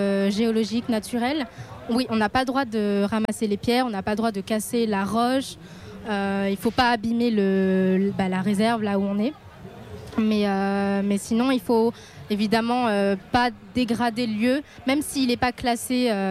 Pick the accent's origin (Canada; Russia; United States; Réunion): Réunion; moved away as an adult; now in Bordeaux, France; moi je viens de l'île de la Réunion. Et quand j'étais sur l'île, j'étais dans une asso de botanistes.